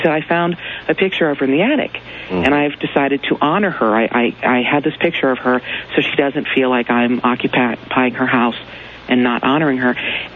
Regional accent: Kentucky, United States; moved away as an adult; now in Los Angeles, United States; I was raised Southern Baptist. I'm from Kentucky originally. I've lived in Los Angeles for 8 years.

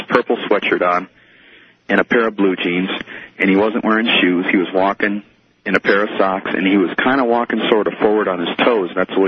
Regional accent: Minnesota, United States; now in Colorado Springs, United States; Just to give you a little bit of background, I grew up in a small town in Minnesota.

